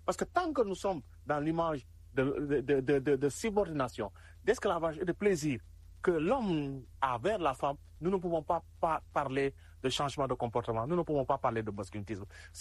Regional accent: Senegal; nous sommes des hommes, nous sommes des Africains, nous sommes des Sénégalais.

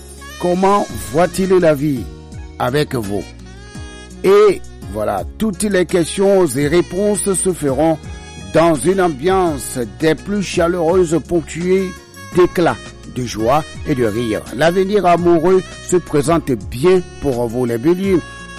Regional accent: Togo; en tant que Togolais

